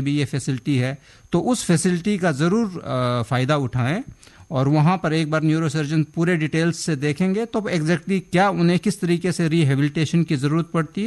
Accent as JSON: {"language": "Hindi", "region": "Himachal Pradesh", "country": "India", "said": "बिल्कुल अच्छी बात है, मैं भी पहाड़ी हूँ, मैं हिमाचल से हूँ।"}